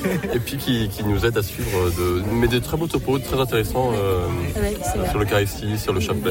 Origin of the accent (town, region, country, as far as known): Courbevoie, Île-de-France, France